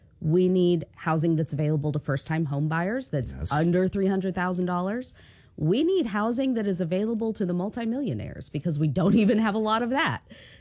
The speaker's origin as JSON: {"language": "English", "town": "Springfield", "region": "Missouri", "country": "United States", "said": "I'm initially from Springfield, Missouri."}